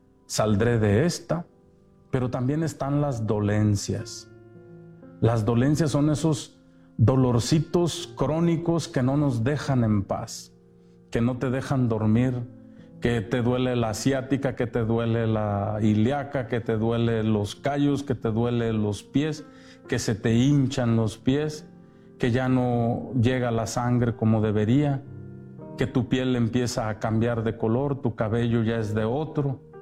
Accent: Zapotitlán de Vadillo, Jalisco, Mexico; moved away; Yo me recuerdo allá en mi pueblo cuando tenía que caminar de las barrancas de Zapotitlán de Vadillo a Tolimán.

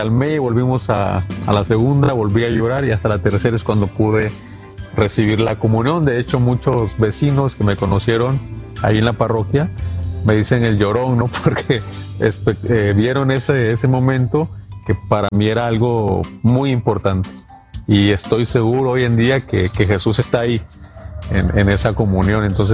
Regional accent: Honduras; now in Mexico; Nunca entré a una iglesia católica en mi país, Todo esto lo hice aquí en México, donde nace mi fe, digamos, católica

